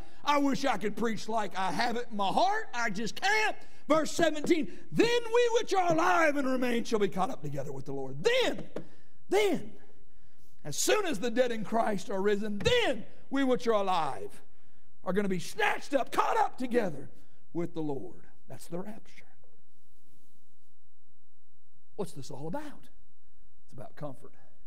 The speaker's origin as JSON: {"language": "English", "region": "Arkansas", "country": "United States", "tie": "born or raised there", "also_born_or_lived": "Canada", "said": "I grew up in Arkansas, and I was born in Canada."}